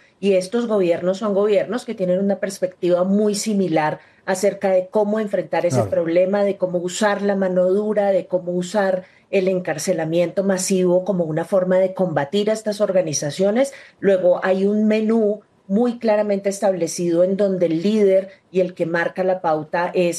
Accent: Colombia

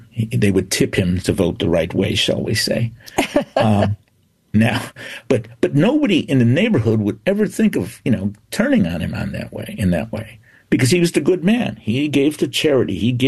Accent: Chicago, Illinois, United States; Well, I grew up in the 14th Ward. I grew up in Eddie's Ward. And I lived in the 13th Ward, Madigan's Ward, for a while.

